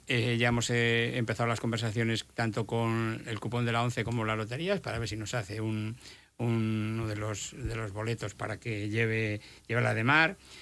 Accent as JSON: {"language": "Spanish", "town": "León", "region": "Castile and León", "country": "Spain", "said": "Sí, es que, bueno, como decía antes, somos de León y hay que llevar la bandera de León por todas partes."}